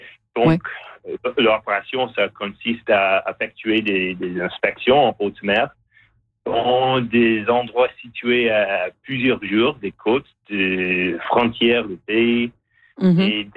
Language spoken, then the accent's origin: French; Canada; chez nous au Canada.